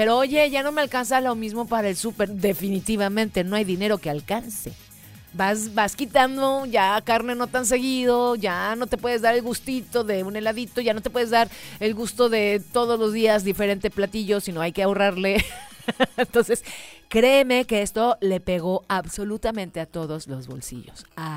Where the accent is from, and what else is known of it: Mexico